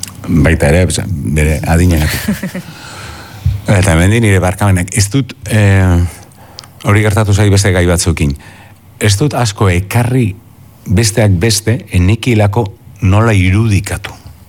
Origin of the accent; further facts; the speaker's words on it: Basque Country, Spain; euskalduna naiz